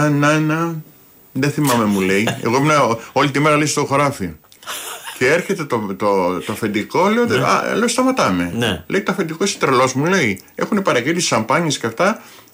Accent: Nea Artaki, Central Greece, Greece; now in Marousi, Greece; Δηλαδή έχω σπίτι και στην Αρτάκη, στο χωριό μου, και στο Μαρούσι κομμένο. Πηγαίνω, έρχομαι.

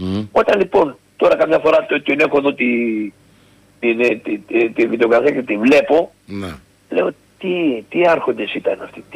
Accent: Greece

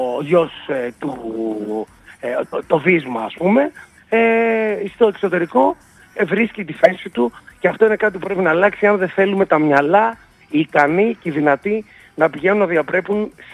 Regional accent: Greece; που είμαστε Έλληνες, από τα ίδια σόγια, από τα ίδια σπίτια

